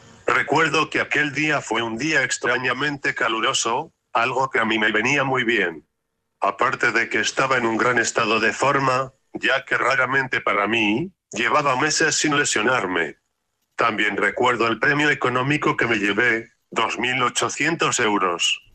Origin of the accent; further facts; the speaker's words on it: Castile and León, Spain; Estábamos de vacaciones en mi pueblo de Salamanca.